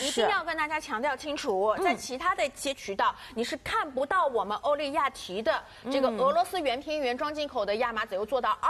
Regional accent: Shanghai, China; 我们上海人也很实惠的

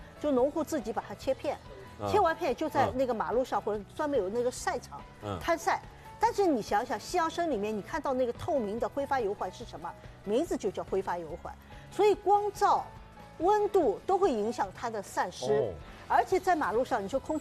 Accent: China; 就我们中国人的特点就是经常要家里人聚在一起。

